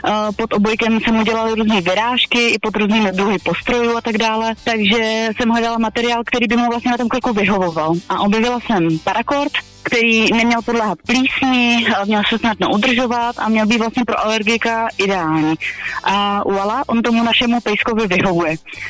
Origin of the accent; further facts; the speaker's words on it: Sokolov, Karlovy Vary Region, Czechia; Já jsem ze Sokolova, ze západních Čech.